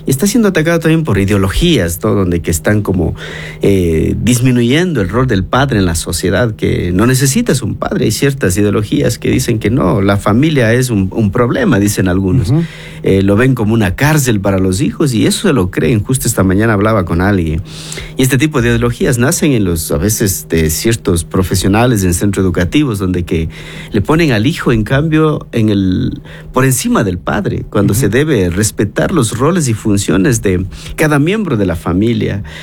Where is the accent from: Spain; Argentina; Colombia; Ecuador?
Ecuador; Cañar; Yo vengo de una sociedad de Cañar, escuchar de un papá te amo, o abrazarte, o llorar contigo, dice cállate carajo, no llores.